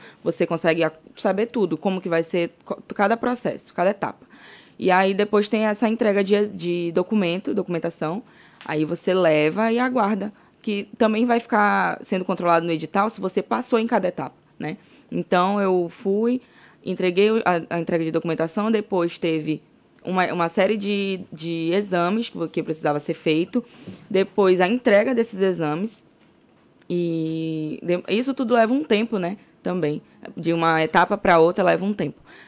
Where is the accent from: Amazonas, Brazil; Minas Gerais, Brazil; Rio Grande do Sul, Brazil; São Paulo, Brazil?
Amazonas, Brazil; Manaus; moved away as an adult; now in Tabatinga, Brazil; Eu sou de Manaus, eu me mudei tem um mês para Tabatinga